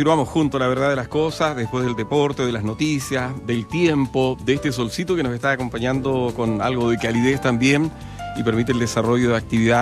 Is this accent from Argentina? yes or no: no; southern Chile, Chile; este frente de mal tiempo que nos ha azotado como chilenos, no solamente como sureños